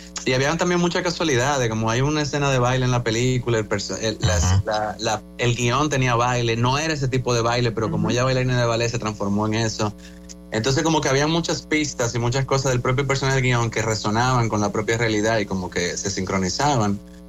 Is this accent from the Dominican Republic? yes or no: yes; Dominican Republic; todos somos dominicanos.